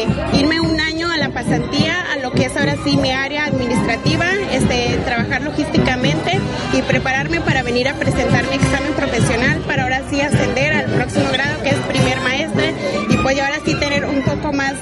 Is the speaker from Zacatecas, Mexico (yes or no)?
yes; Zacatecas, Mexico; moved away as an adult; Yo soy originaria del estado de Zacatecas. Es muy raro que por acá gente del norte esté aquí en las costas, porque por lo regular es gente costera, pero pues el interés a pertenecer a la naval me hizo estar aquí. Tengo actualmente 21 años